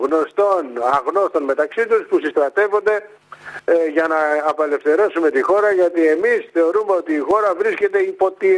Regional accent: Western Greece, Greece; στο χωριό μου εκεί στην Πάτρα και στα Καλάβρητα

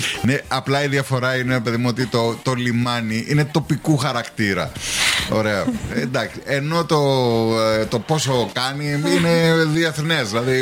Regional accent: Kefalonia, Ionian Islands, Greece; born or raised there

